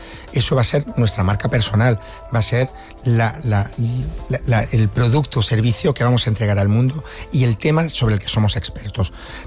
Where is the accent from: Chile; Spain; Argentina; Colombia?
Spain